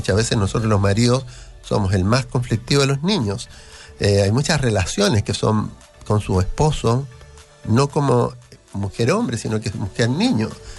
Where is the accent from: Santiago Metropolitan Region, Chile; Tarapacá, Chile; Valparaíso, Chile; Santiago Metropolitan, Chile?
Valparaíso, Chile; Como porteña, ¿ya? Bueno, y lo encuentra en todos lados, en realidad, Bicolon.